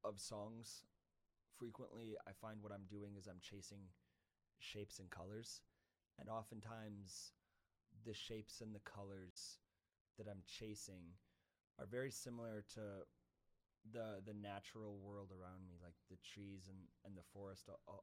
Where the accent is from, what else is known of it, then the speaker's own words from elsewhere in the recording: Prince George, British Columbia, Canada; The first song we wrote … is about growing up in Prince George and coming of age and just being in this environment.